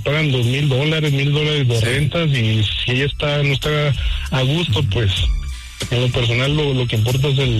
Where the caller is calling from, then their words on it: Colorado, United States; De acá, desde Colorado.